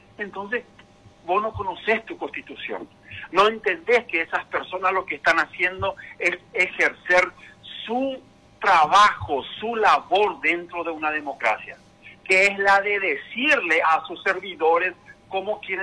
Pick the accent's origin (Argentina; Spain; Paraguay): Paraguay; mientras nosotros, como paraguayos, no nos reconozcamos en ese documento de identidad